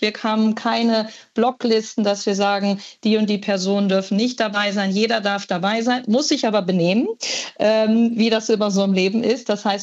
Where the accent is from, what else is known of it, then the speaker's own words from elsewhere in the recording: Bremen, Germany; Aber das halbgrüne W-Trikot auf dem W auf dem Trikot ist natürlich was Cooles, gerade als Bremerin.